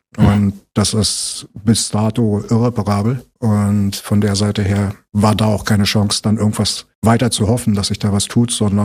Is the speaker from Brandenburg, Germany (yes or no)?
yes; Fehrbellin, Brandenburg, Germany; Ja, also ich bin in Neuruppin geboren und habe meine ganze Kindheit aber in Färbelin verbracht bis zur Weiterführung.